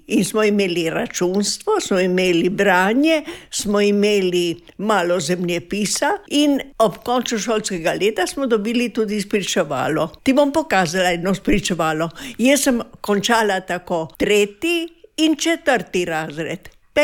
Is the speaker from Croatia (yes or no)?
no; Boršt, Friuli-Venezia Giulia, Italy; now in Milje, Italy; Jaz sem doma iz Boršta. Jaz sem Boštanka in Boršt imam še zmeraj zelo rada, čeprav sem tukaj že dosti let.